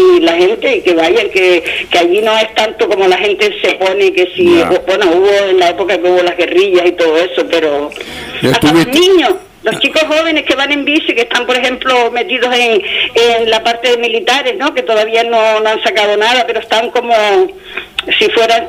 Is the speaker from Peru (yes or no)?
no; Lanzarote, Canary Islands, Spain; si soy conejera hasta la médula. Soy canaria como el gofio.